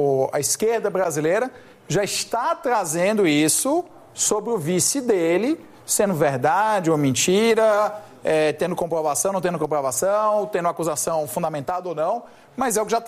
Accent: Ceará, Brazil; porque o pessoal tenta empurrar o Ciro Gomes para dizer que é cearense da minha terra, não, toma para vocês São Paulo, que ele é daqui.

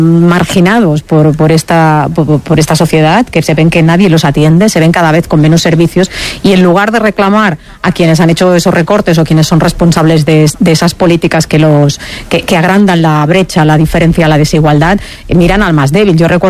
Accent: Spain; y a mí, que soy español, aunque pertenezca a una etnia que siempre se ha visto racializada y marginada

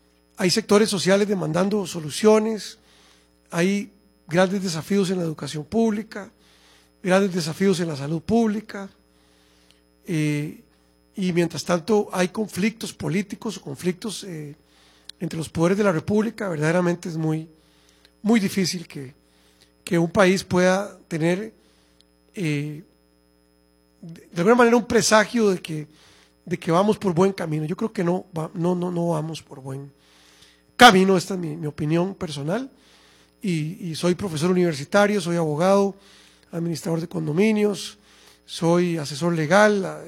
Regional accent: Costa Rica; Yo estoy muy preocupado como ciudadano costarricense sobre lo que pueda pasar en Costa Rica en el 2030.

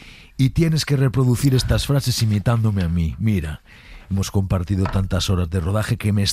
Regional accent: Galicia, Spain; Oye, no, gracias por todas las veces que salí en YouTube. Mi tierra, Galicia, ya no está en peligro.

